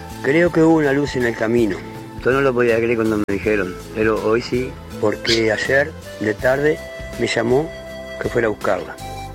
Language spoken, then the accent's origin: Spanish; Uruguay; Y hoy vamos arriba y adelante como los uruguayos que somos.